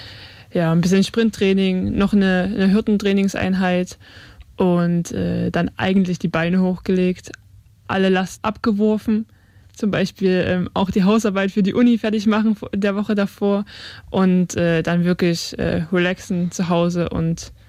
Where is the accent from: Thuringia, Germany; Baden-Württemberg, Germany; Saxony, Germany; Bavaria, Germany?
Saxony, Germany; Chemnitz; born there; now in Leipzig, Germany; Ich bin noch in der DDR geboren und in Karl-Marx-Stadt.